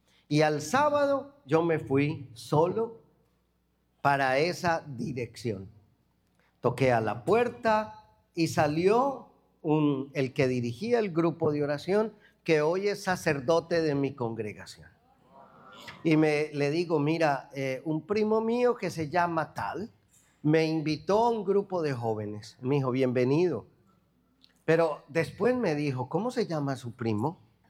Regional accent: Medellín, Antioquia, Colombia; moved away; Yo vengo de una región de Colombia que se llama Medellín. Paisa.

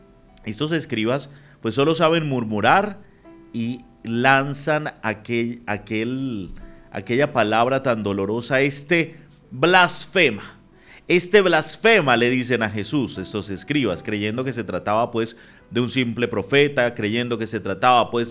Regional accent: Venezuela; mi reflexión personal como venezolano, mi reflexión hacia mis hermanos venezolanos

